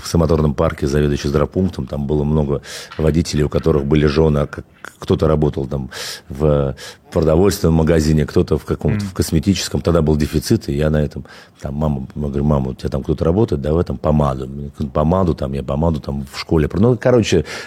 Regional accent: Khimki, Moscow Oblast, Russia; ну я родился в Химках, это Подмосковье, на Левом берегу, в частности, да, это такой подмосковный район, ну, прям сразу за кольцевой дорогой

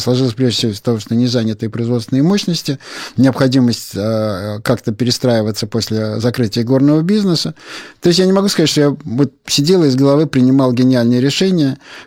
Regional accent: Saint Petersburg, Russia; now in Moscow, Russia; я как питерский человек, мне, в принципе, нравится рюмочная.

